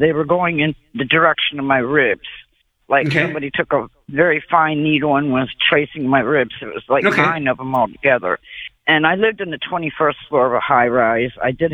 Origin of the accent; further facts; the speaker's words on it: Essex, Maryland, United States; I grew up in Essex.